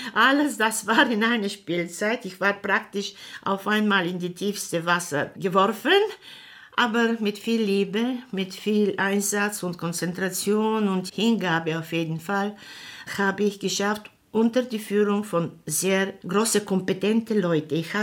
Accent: Bulgaria; In meiner Heimatstadt findet sich die älteste Opernhaus Bulgariens, in der Provinz nach Sofia. Ich bin praktisch in dieser Oper aufgewachsen.

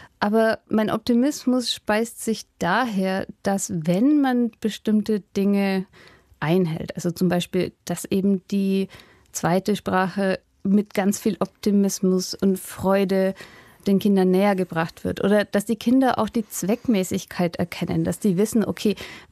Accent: Hof, Bavaria, Germany; accent: Franconian; moved away as an adult; ich bin auch zweisprachig aufgewachsen. Also bei uns in Hof oder in Reau, da spricht man Fränkisch. Und als ich dann nach Berlin gegangen bin zum Studium

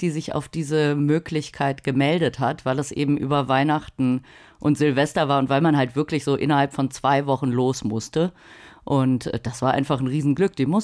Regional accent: North Rhine-Westphalia, Germany; now in Brazil; Bei Köln bin ich groß geworden

